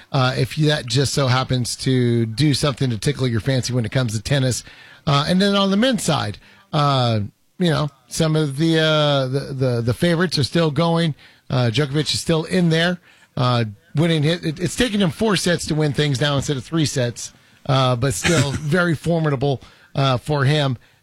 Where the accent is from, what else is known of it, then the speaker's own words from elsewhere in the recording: Tennessee, United States; born there; I was born in Tennessee. I wasn't raised there.